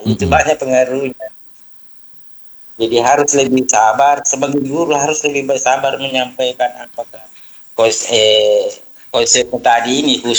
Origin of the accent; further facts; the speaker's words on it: South Sulawesi, Indonesia; saya selalu sampaikan kepada teman-teman kalau ada kegiatan bahwa sebagai orang Bugis perlu diberikan anak-anak konsep-konsep ini di sela-sela mata pelajarannya.